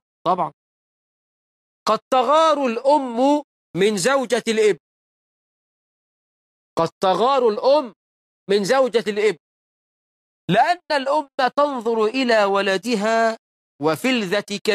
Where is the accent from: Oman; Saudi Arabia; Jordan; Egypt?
Egypt; ده مثل عندنا في مصر